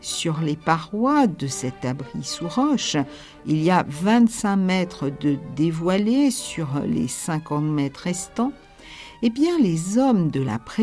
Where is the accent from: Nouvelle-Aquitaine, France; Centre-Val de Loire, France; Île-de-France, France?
Nouvelle-Aquitaine, France; Et il est chez nous, dans notre Poitou.